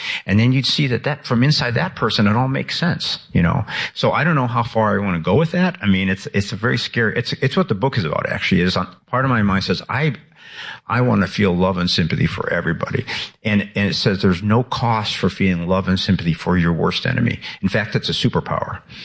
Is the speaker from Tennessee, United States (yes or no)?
no; Chicago, Illinois, United States; born or raised there